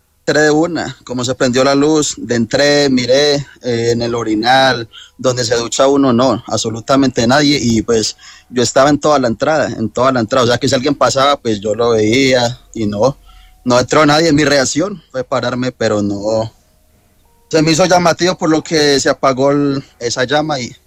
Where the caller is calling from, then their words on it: Génova, Quindío, Colombia; Le hablo desde Genoa, Quindío.